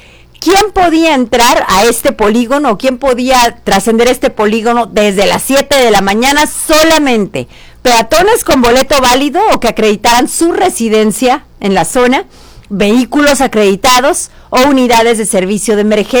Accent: Mexico; del gusto que como mexicanos nos da que gane nuestra selección.

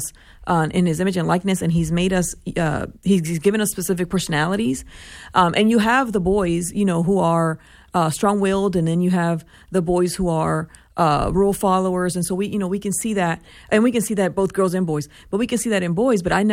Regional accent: Puerto Rico; in my culture growing up in Puerto Rico, fathers went to work and mothers stayed home, and we were raised by our moms.

